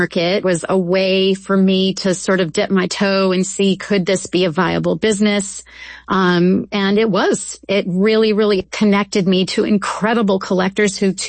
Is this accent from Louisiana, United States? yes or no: yes; Baton Rouge, Louisiana, United States; moved away as an adult; also born or lived in New York; my husband got an incredible job opportunity in Baton Rouge, which is my hometown and where I grew up.